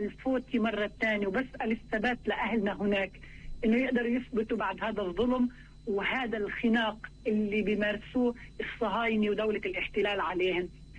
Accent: Palestine; فنتباهى بإنه إحنا فلسطينيين، ولو لم نكن فلسطينيين لوددنا أن نكون فلسطينيين

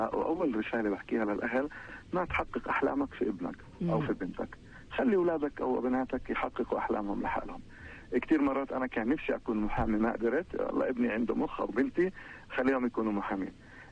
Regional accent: Palestine; وإحنا فلسطينية

